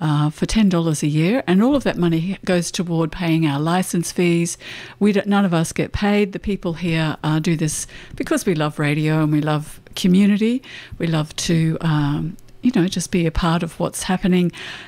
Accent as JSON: {"language": "English", "region": "Queensland", "country": "Australia", "said": "You know, I am a Queenslander, so Maroons to win."}